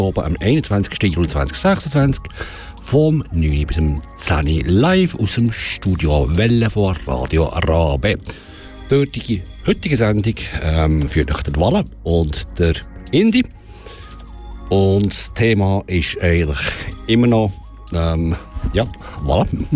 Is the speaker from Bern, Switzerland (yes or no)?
yes; Bern, Switzerland; Also als Berner habe ich Mühe mit dem Redeschwall